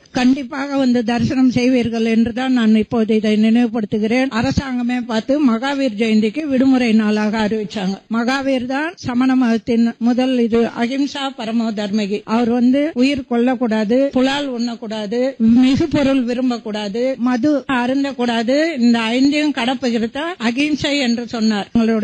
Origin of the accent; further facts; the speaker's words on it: Peramandur, Tamil Nadu, India; எனது சொந்த ஊர் திண்டிவனம் வட்டம் பெரமண்டூர் கிராமம். அங்கு நான் பிறந்த ஊரில் ஆதிநாதர் பகவான் தான்.